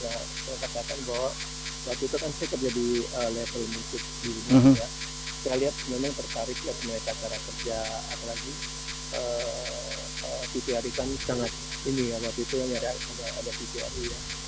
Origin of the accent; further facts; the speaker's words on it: Manado, North Sulawesi, Indonesia; Iya, betul. Kita dari Manado.